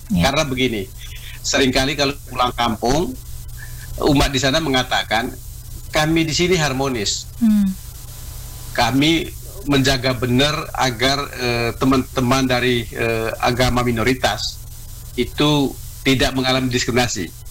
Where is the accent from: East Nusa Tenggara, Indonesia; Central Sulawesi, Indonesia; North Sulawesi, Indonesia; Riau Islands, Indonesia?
East Nusa Tenggara, Indonesia; Bu Christine, saya dari Pantai Utara Flores, saya tahu betul cukup banyak keluarga dari satu atau satu klan misalnya